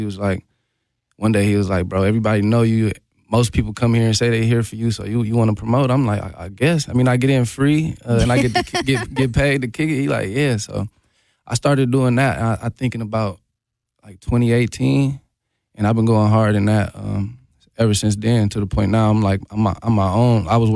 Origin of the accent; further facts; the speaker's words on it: Milwaukee, Wisconsin, United States; also born or lived in California / Texas; I'm from Milwaukee. They're like, oh, I'm from Milwaukee. Or I know somebody from Milwaukee. So it was that was a dope experience. But I lived in California for a few years, lived in Texas for a few years. And then I've been back here for about 6 years now.